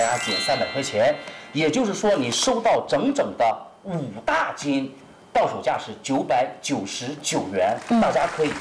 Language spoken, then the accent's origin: Chinese; Dalian, Liaoning, China; 咱们大连人都懂海参